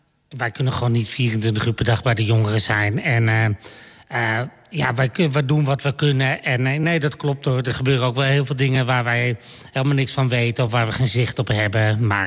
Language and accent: Dutch; Lelystad, Flevoland, Netherlands; En ik ben geboren en getogen hier in Lelystad.